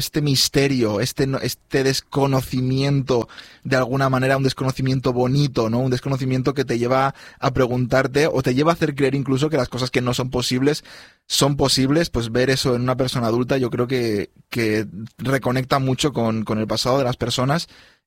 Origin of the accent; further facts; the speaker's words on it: Benicarló, Valencian Community, Spain; Yo soy de Benicarló